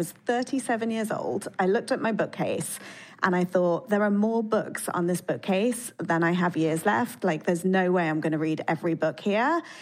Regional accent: United Kingdom

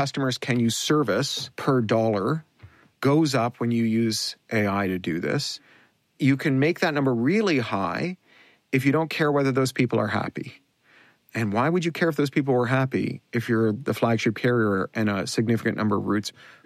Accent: Canada; There's a great story about the customer service stuff that is especially poignant for me as a Canadian, which is the Air Canada story.

